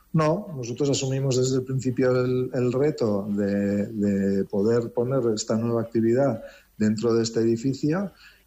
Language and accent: Spanish; San Sebastián, Basque Country, Spain; pues soy ciudadano de San Sebastián y también soy turista.